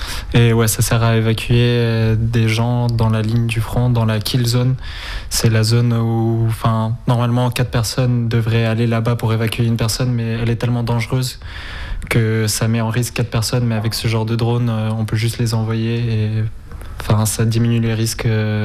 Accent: Ukraine; Je disais « non, je suis ukrainien du coup ». J'ai vraiment senti ça quand je suis arrivé en Espagne, que j'étais pas espagnol, que j'étais plus ukrainien, j'étais plus lié à l'Ukraine qu'autre chose.

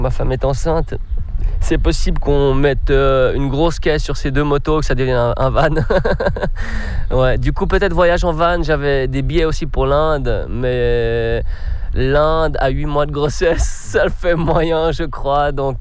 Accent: Switzerland; now in Lausanne, Switzerland; je suis suisse

